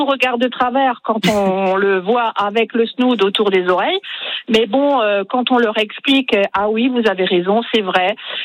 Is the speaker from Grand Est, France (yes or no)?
yes; Grand Est, France; now in Matasse-Longrange, France; je vous appelle de Matasse-Longrange. Nous sommes en vacances dans un camping, mais nous venons d'Alsace.